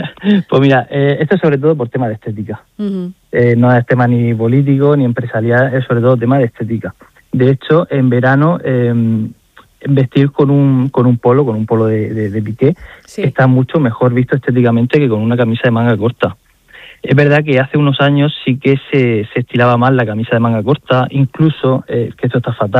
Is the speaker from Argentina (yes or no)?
no; Cartagena, Region of Murcia, Spain; yo soy cartagenero, esto se dice mucho en Cartagena, pero yo creo que en toda la región de Murcia.